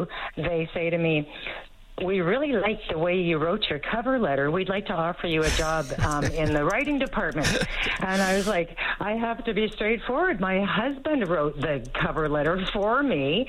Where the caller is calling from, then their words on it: Regina, Saskatchewan, Canada; 20 years ago, when I moved here from Calgary, I was applying for a job here.